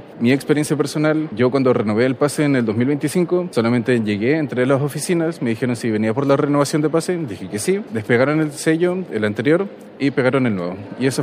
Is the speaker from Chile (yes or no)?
yes; Osorno, Los Lagos, Chile; Sí, en mi caso, como yo soy de Osorno, estoy estudiando en Osorno